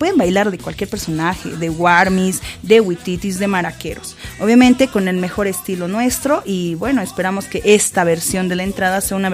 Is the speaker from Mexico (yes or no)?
no; Bolivia; nuestras danzas como bolivianos